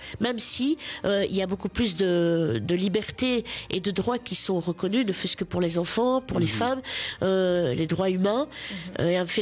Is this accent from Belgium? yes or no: yes; Belgium; comme on dit toujours en Belgique, c'est pas parce qu'on est belge qu'on veut en parler